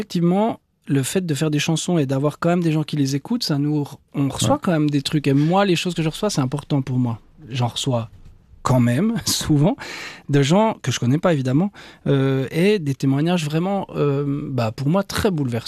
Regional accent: Porrentruy, Jura, Switzerland; Est-ce qu'on me regarde de haut parce que je suis de Porrentruy?

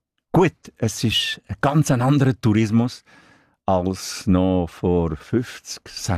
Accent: Bern, Switzerland; Ja, no, ich bin ja in Bern aufgewachsen, habe meine Schule in Bern gemacht.

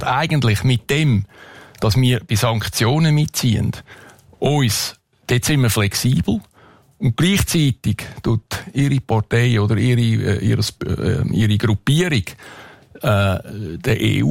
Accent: Switzerland

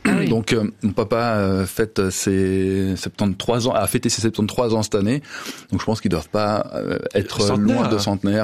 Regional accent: Denain, Hauts-de-France, France; Moi, je suis né à Denain. C'est là que j'ai fait ma vie.

